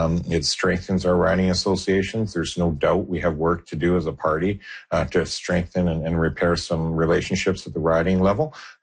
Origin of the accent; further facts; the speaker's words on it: Kamloops, British Columbia, Canada; I'm from Kamloops. 40% of our population doesn't have a family doctor.